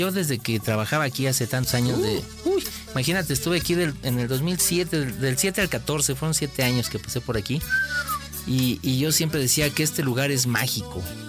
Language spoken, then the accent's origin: Spanish; Mexico; como somos los mexicanos